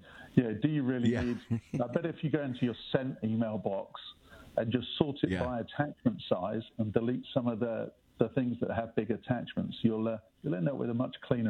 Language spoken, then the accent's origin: English; England, United Kingdom; accent: English; with my accent, I'm English.